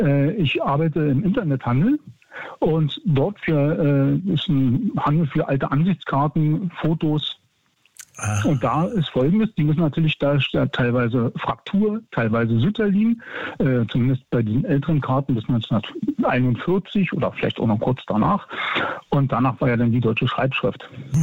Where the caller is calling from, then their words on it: Berlin, Germany; Neukölln, Rudow.